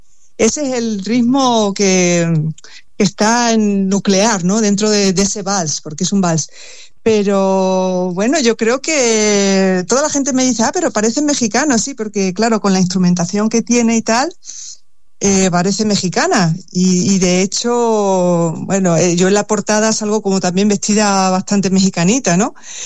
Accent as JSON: {"language": "Spanish", "country": "Spain", "moved": "as an adult", "lives_now": "Switzerland", "said": "estoy contenta aquí en Suiza, pero como tú bien dices, añorando y echando mucho de menos mi país, mi tierra."}